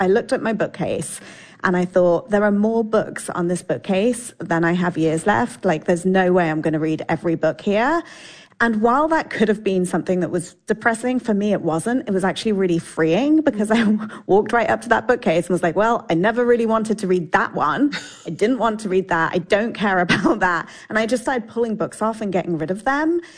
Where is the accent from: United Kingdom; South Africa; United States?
United Kingdom